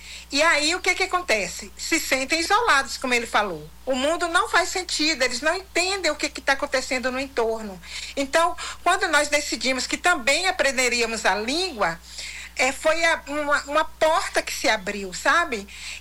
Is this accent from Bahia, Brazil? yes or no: yes; Bahia, Brazil; now in Belo Horizonte, Brazil; Na verdade, nós viemos do interior da Bahia para Minas Gerais, buscando mais acessibilidade, mais condições.